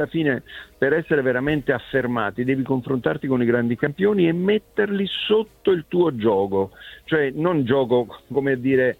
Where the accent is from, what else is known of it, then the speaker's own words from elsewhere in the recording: Naples, Campania, Italy; io napoletano